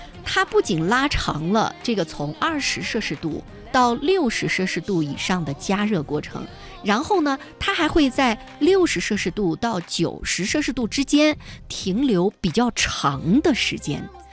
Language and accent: Chinese; China; 炖肉呢是我们中国人餐桌上常见的美食啊